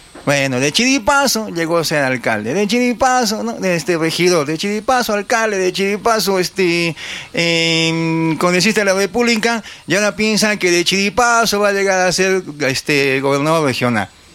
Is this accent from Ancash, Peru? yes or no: no; Arequipa, Peru; Como buen arequipeño que soy